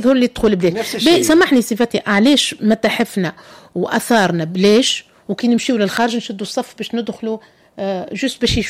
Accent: Tunisia; اللي عندنا في تونس

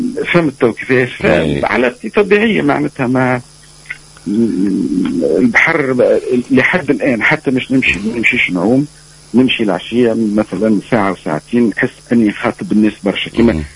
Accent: Menzel Chaker, Sfax Governorate, Tunisia; born there; أول تبحيرة جيت من الريف الجميل من معتمدية منزل شاكر إلى دار عمي

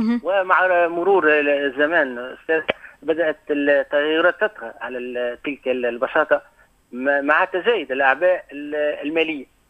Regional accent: Tunisia; عندنا في تونس

